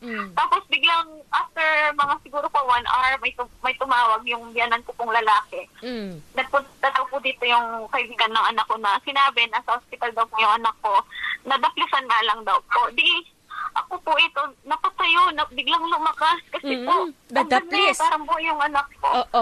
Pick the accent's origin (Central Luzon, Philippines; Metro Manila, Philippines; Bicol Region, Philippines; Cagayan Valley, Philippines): Central Luzon, Philippines; Kasi tubong Pampanga po talaga kami. Kapampangan po kami, purong Kapampangan. Talaga Pampanga po kami. Dito po kami naghanap buhay